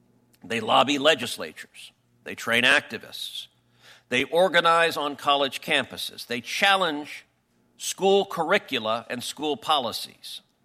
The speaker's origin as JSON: {"language": "English", "region": "Texas", "country": "United States", "tie": "born or raised there", "said": "My home state of Texas has done the same."}